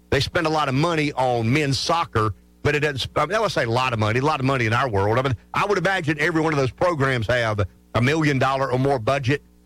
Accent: the South, United States; As a Southerner would, Josh, I have a certain paranoia about me

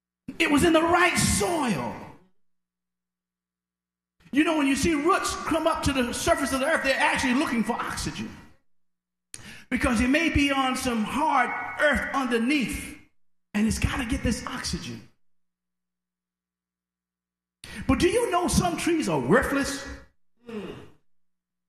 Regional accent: Mill Branch, United States; growing up in Mill Branch, growing up in the country, we were surrounded by trees

